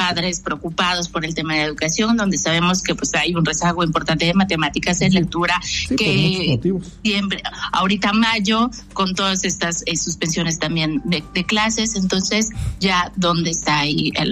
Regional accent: Mexico

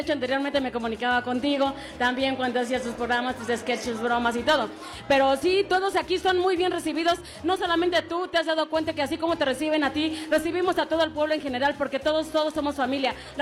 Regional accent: Puebla, Mexico; todas nuestras tradiciones como México, como poblanos

